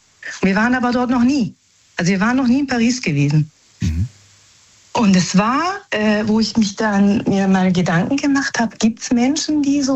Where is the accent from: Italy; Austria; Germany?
Italy; Naples, Campania; Also wir sind Frankreich-Fan, aber wir sind eigentlich Italiener. Also aus Neapel. Wir stammen aus Neapel.